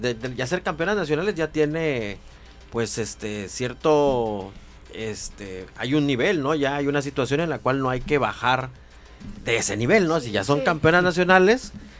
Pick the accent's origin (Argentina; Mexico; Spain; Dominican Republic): Mexico; León, Guanajuato; moved away; En mi pueblo, León, Guanajuato.